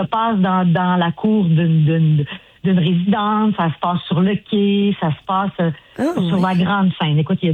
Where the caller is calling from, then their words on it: Baie-Saint-Paul, Quebec, Canada; Moi, j'habite dans Charlevoix. Je suis à Baie-Saint-Paul.